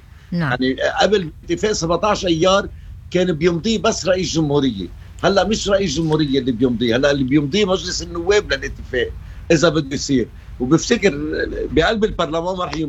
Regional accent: Lebanon; لأنه نحن بيصير في عنا دفاع دولي بيدافع عن لبنان،

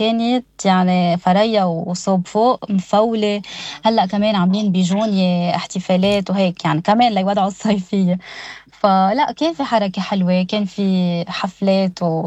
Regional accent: Lebanon; نحن بضيعتنا هون بعلمين

